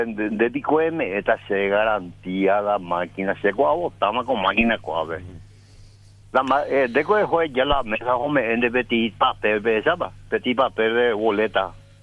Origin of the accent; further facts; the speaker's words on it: Paraguay; me estoy dudando como paraguayo